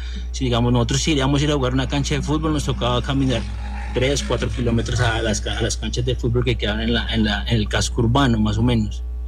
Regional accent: Saldaña, Tolima, Colombia; now in Bogotá, Colombia; Bueno, Paul, pues yo vivo acá en Bogotá, pero hace aproximadamente 10 años y emigré del Tolima. Uh-huh. Mi pueblo es de Saldaña.

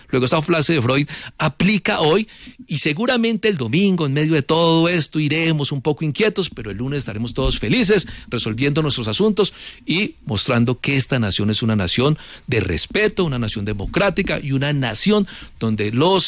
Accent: Colombia; todos somos colombianas y colombianos.

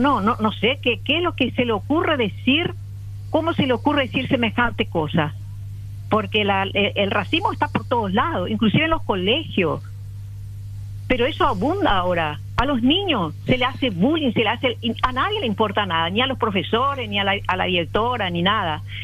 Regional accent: Argentina; moved away; also born or lived in Buenos Aires / Paraguay; Yo me crié en la Argentina, y a lo mejor piensan que no soy paraguaya, pero soy paraguaya. Viví 50 años en Buenos Aires y conozco lo que es el pueblo argentino.

